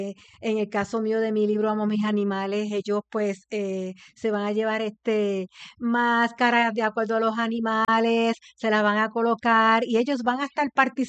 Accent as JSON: {"language": "Spanish", "country": "Puerto Rico", "said": "Sí, pues somos 6 autoras puertorriqueñas."}